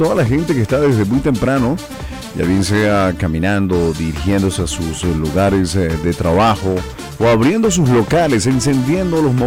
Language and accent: Spanish; Venezuela; con esa mística que nos destaca como venezolanos.